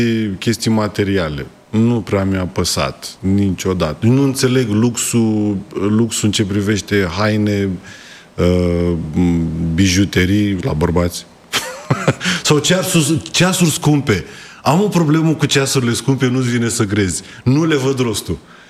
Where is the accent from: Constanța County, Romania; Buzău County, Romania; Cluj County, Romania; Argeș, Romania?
Buzău County, Romania; Buzău; accent: Buzău (slightly Moldavian); moved away; eu nu înțeleg asta cu accentul în Buzău, eu cred că doar eu l-am.